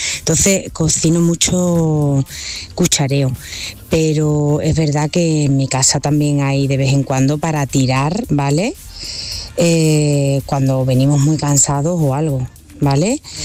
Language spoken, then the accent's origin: Spanish; Seville, Andalusia, Spain